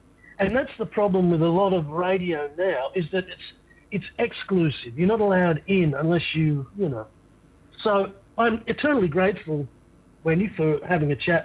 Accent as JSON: {"language": "English", "town": "Brisbane", "region": "Queensland", "country": "Australia", "tie": "born or raised there", "said": "Look, I grew up in Brisbane, and I, in the... I was playing music in the early 80s in Brisbane"}